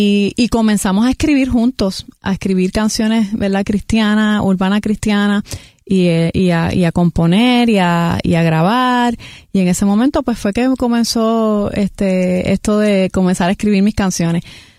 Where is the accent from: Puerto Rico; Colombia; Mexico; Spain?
Puerto Rico; de niña, aquí en Puerto Rico, con mis dos hermanas